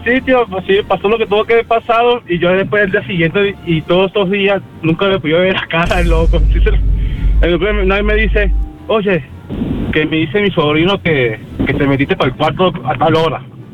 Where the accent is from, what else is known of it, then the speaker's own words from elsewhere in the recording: Venezuela; now in Mexico; Yo no soy de acá de México, yo soy de Venezuela.